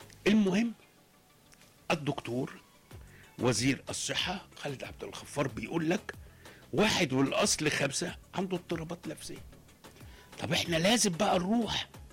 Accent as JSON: {"language": "Arabic", "country": "Egypt", "said": "لكن احنا للأسف كمصريين"}